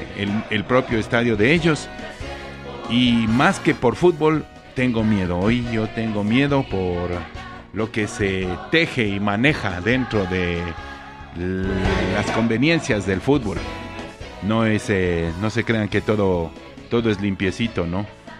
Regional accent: Ecuador; Nosotros somos ecuatorianos

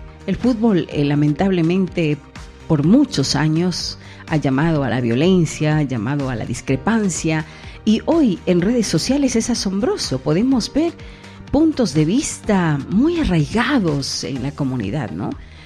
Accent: Ecuador

